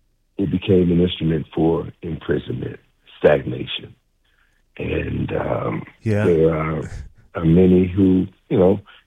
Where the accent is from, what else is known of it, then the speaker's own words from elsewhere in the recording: Chicago, Illinois, United States; I'm from Chicago.